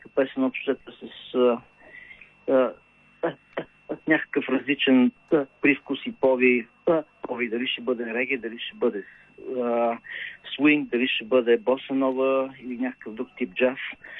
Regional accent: Stara Zagora, Stara Zagora Province, Bulgaria; И аз съм от Стара Загора. Имам и разклонение на бандата в Стара Загора

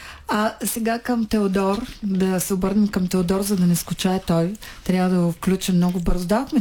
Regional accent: Rhodope Mountains, Bulgaria; аз съм родопчанка

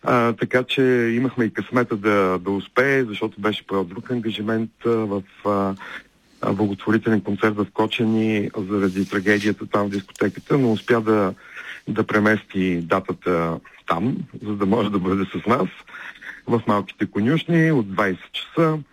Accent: Plovdiv, Plovdiv Province, Bulgaria; аз съм пловдивчанин.

